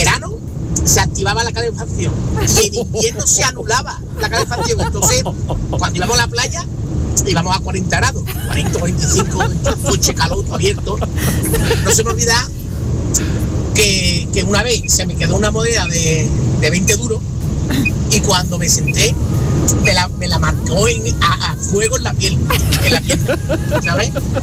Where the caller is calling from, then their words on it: Seville, Andalusia, Spain; de Sevilla, ahora voy de Burgos para Sevilla, en ruta.